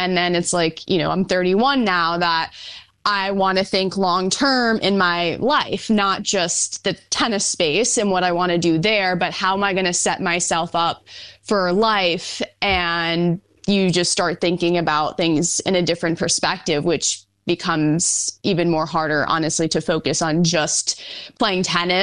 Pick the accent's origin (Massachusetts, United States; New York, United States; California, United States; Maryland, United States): New York, United States; I'm from New York, so U.S. Open is a special place to me, just in my backyard.